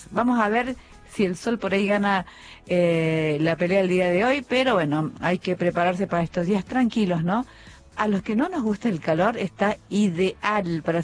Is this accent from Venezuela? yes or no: no; Argentina; Así que no sé qué voy a hacer mañana por todas las cosas que vamos a vivir aquí como argentinos.